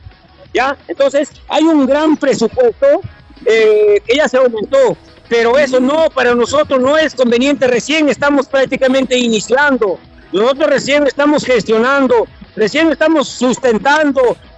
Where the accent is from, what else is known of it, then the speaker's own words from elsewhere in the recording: Peru; lo que exigimos los agricultores del Perú